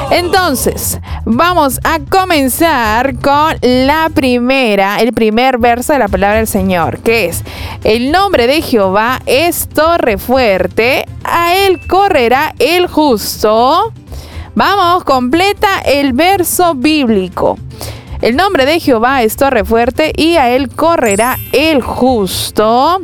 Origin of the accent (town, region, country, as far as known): Peru